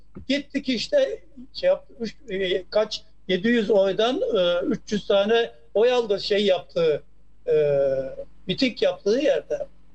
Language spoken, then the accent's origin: Turkish; Tokat, Turkey; benim şehrim olan Tokat